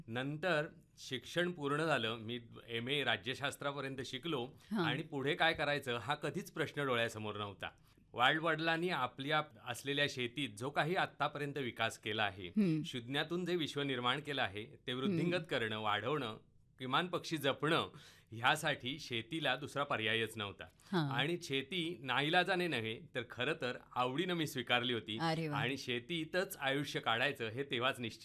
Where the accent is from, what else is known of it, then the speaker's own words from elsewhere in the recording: Maharashtra, India; माझं गाव जांभुळाट, पूर्णगड जवळचं हे छोटंसं गाव. माझे पणजोबा, त्यानंतर आजी आजोबा, आई वडील हे लहानपणापासून शेतीशीच निगडीत आहेत.